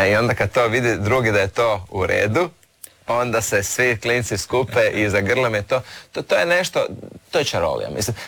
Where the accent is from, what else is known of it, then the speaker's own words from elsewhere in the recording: Croatia; nisu baš bili samo američki, ja sam iz Hrvatske.